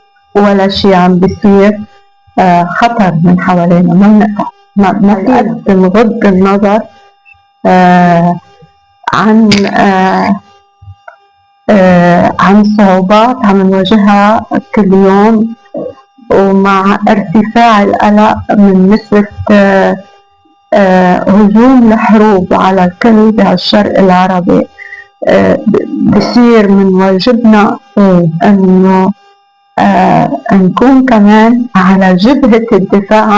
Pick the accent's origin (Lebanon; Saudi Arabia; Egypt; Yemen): Lebanon; مثل ما انا كبرت وربيت بقريتنا، بحبها مثل ما كانت، بالزيتون، بالخضار